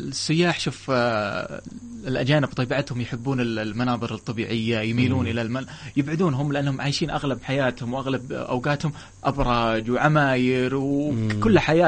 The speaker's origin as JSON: {"language": "Arabic", "country": "Saudi Arabia", "tie": "born or raised there", "also_born_or_lived": "Malaysia", "said": "نعم أنا طبعا تربيت في السعودية"}